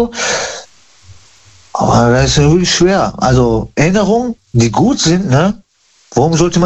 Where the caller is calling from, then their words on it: Recklinghausen, North Rhine-Westphalia, Germany; Ich bin aus Nordrhein-Westfalen.